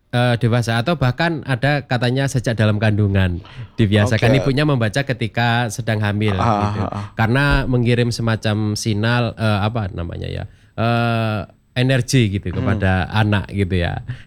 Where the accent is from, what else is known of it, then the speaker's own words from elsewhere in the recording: Pacitan, East Java, Indonesia; moved away; Karena saya orang Pacitan